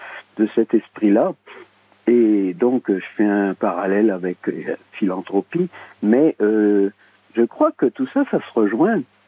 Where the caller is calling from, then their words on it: Lévis, Quebec, Canada; moi je suis à Lévis